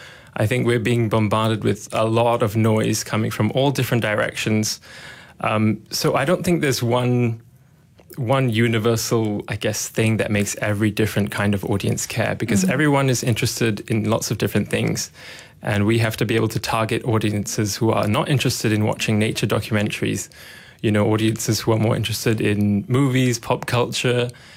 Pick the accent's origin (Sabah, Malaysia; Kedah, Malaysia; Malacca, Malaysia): Sabah, Malaysia; also born or lived in Bristol, United Kingdom; now in Kuala Lumpur, Malaysia; I'm officially from Sabah, but then a couple of years ago, I decided to move to KL.